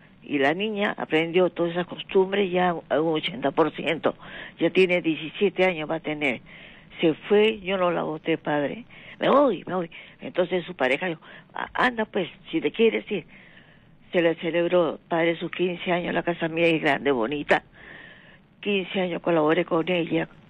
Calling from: Rímac, Lima, Peru

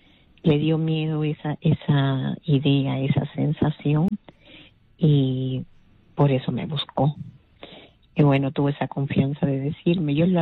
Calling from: Lima, Peru

